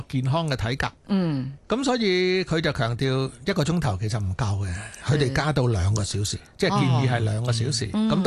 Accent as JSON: {"language": "Cantonese", "town": "Sai Wan", "region": "Hong Kong Island", "country": "Hong Kong", "tie": "born or raised there", "said": "譬如我小时候呢我就在西环那边长大啦，那我们那个年代呢就会自己落街玩的嘛。"}